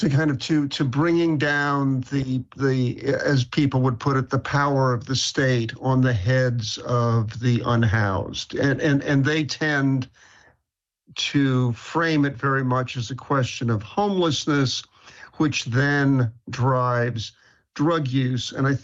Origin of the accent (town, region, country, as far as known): New York City, New York, United States; born or raised there